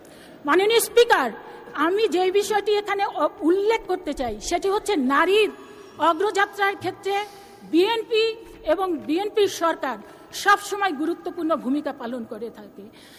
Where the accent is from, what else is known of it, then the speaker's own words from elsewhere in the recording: Madaripur, Dhaka Division, Bangladesh; আমার বাড়ি হচ্ছে মাদারীপুর, এই যে ঢাকার কাছাকাছি, মাত্র 1.5 থেকে 2 ঘন্টা সময় লাগে